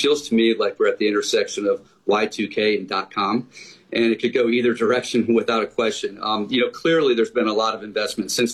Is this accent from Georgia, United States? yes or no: no; Detroit, Michigan, United States; and I'm from Detroit, Michigan, so I can pick on Detroit.